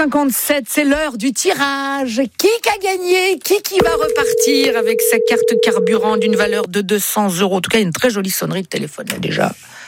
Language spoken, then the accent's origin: French; Italy